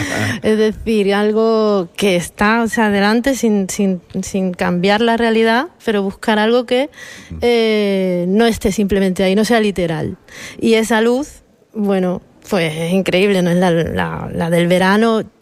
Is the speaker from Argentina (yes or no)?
no; Cádiz, Andalusia, Spain; yo soy de Cádiz.